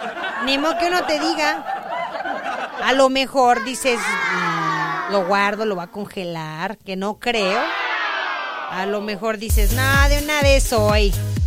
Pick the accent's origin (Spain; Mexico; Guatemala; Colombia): Mexico; born there; bendito el momento en el que nací en México.